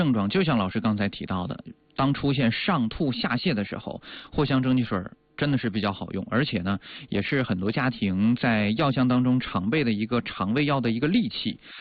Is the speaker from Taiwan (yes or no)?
no; Northeast China, China; 咱们东北话来讲